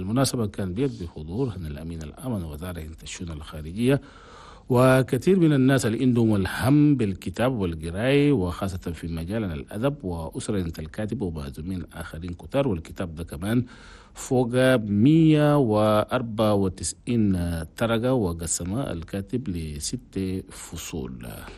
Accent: Chad; هنا بلدنا تشاد

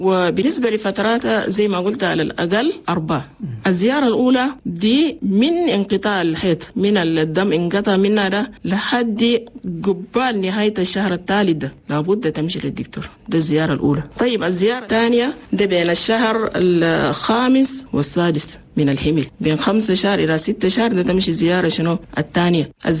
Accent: Chad; لأننا نحن عندنا في تشاد نسبة موت عن الأمهات اللي بموتوا في ولادة كتير مرة واحد

